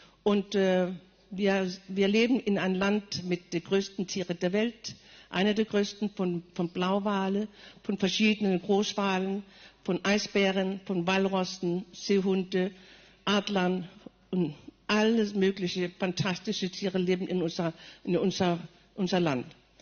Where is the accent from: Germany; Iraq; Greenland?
Greenland; first language Greenlandic; German is a second language; Dänisch als meine zweite Sprache. Erste Sprache ist Grönländisch, das ist eine Inuit-Sprache. Das ist unsere erste Sprache, das ist auch die einzige offizielle Sprache Grönlands seit 2009.